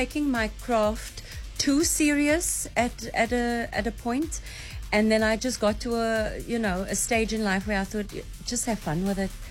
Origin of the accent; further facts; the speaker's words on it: Cape Town, Western Cape, South Africa; also born or lived in southern suburbs, Cape Town; And then we moved to the northern suburbs, also when I was quite young. So I think I've been there since like primary school.